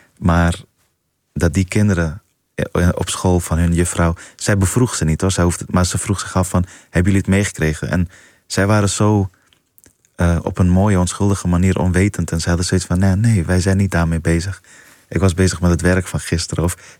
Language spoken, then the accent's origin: Dutch; Afghanistan; now in Netherlands; En als ik zei ik kom uit Afghanistan, zeiden mijn klasgenootjes, oh ja, dat ligt toch in Marokko?